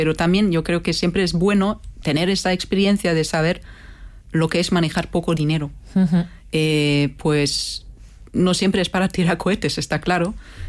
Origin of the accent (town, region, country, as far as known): Germany; moved away; also born or lived in Madrid / London